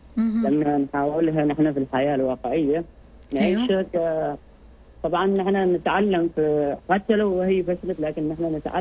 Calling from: Sohar, Al Batinah North, Oman

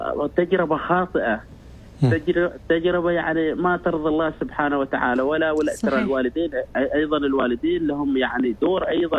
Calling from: Oman; وهذا أكبر فخر لنا إحنا كعمانيين على هذه الأرض الطيبة.

